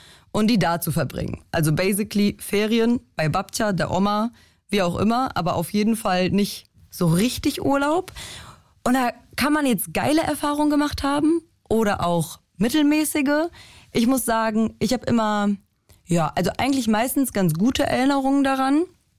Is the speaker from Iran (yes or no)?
no; Poland; now in Germany; ich bin Polin.